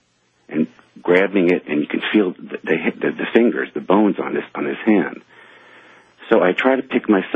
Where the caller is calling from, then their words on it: New York City, New York, United States; And I'm calling from New York, New York.